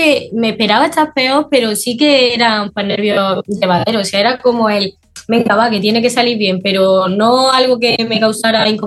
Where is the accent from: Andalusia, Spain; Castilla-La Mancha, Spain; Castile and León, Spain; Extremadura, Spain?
Andalusia, Spain; Granada; Encima aquí de mi tierra, pues bueno, ojalá me escucharan en algún momento